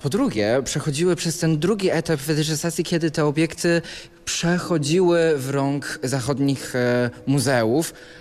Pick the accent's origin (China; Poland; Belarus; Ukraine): China; Pochodzę z Chin.